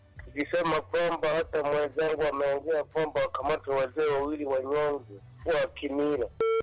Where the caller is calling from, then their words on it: Tanzania; nikiwa Masana Mtongoji cha Mombani au Mtama kufaa na Mchembe za maji hapa Tanzania.